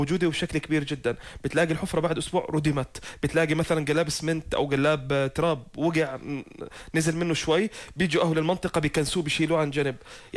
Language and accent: Arabic; Jordan; احنا كشعب أردني شعب مبادر